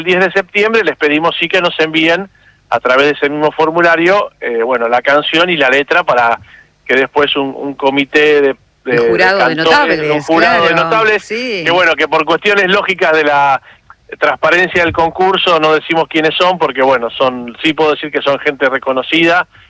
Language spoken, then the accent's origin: Spanish; Argentina; que nos identifique como pueblo, como iglesia, como argentinos